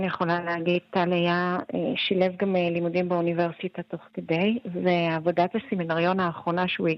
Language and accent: Hebrew; Bnei Brak, Tel Aviv District, Israel; אני גדלתי בבני ברק